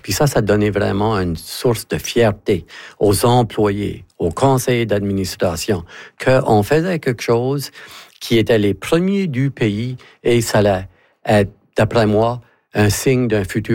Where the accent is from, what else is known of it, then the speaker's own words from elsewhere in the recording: Acadia, Canada; Pas nécessairement, parce que Acadien, c'est tout le monde sait qu'on est Acadien, tout le monde sait que notre institution...